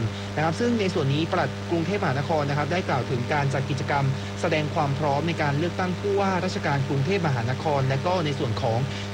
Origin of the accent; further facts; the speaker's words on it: Nonthaburi, Thailand; เราเป็นคนนนทบุรี